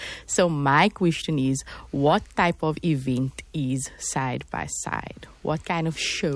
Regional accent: Cape Town, Western Cape, South Africa; As siblings born and raised in Cape Town

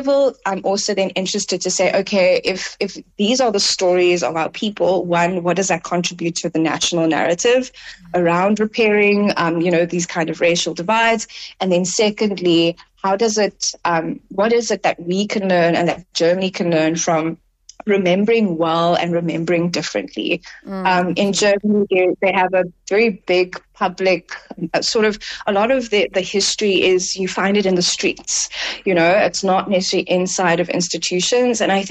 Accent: Cape Town, Western Cape, South Africa; born or raised there

